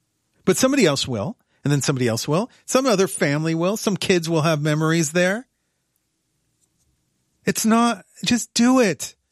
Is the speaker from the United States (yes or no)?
no; Ottawa, Ontario, Canada; When I grew up in Ottawa